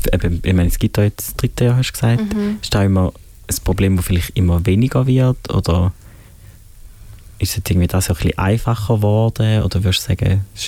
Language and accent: German; Eastern Switzerland, Switzerland; ich komme aus der Ostschweiz